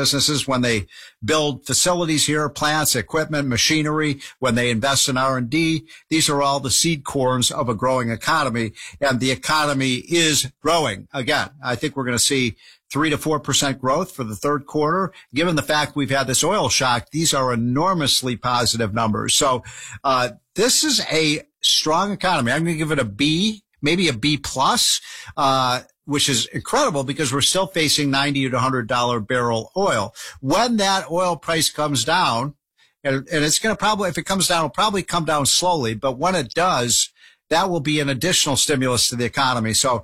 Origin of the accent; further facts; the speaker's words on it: Chicago, Illinois, United States; I'm a Chicagoan